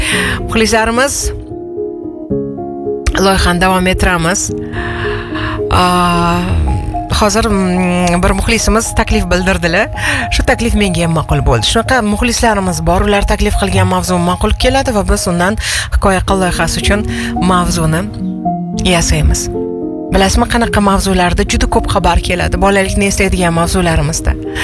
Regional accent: Tashkent, Uzbekistan; o'sha mahalladan meni bolaligim o'tgan, eng baxtli, eng go'zal bolalik o'sha mahallada o'tgan.

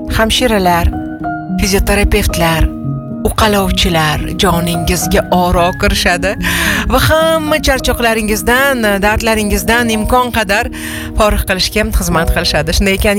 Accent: Tashkent, Uzbekistan; o'sha mahalladan meni bolaligim o'tgan, eng baxtli, eng go'zal bolalik o'sha mahallada o'tgan.

